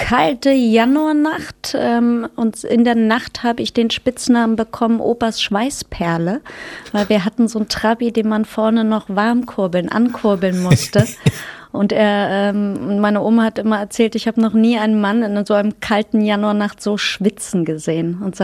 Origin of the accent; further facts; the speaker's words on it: Potsdam, Brandenburg, Germany; also born or lived in Zehdenick; now in Berlin, Germany; Hier Zedenick geboren, Potsdam aufgewachsen und dann in den Osten von Berlin gezogen, immer noch Ossi hier.